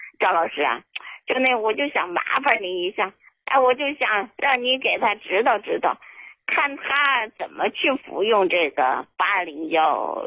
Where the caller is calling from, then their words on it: Anshan, Liaoning, China; 我是鞍山的。